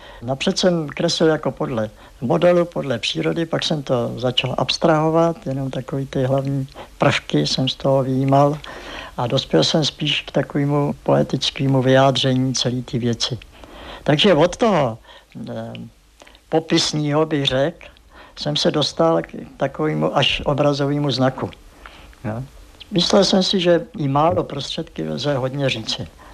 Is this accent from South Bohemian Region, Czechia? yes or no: yes; South Bohemian Region, Czechia; dělal jsem tady zkoušky a teď vidím, že nejsem přijatý, jsem z Jižní Čech.